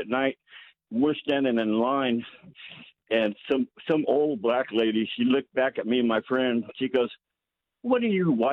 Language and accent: English; Fremont, California, United States; I grew up in Fremont.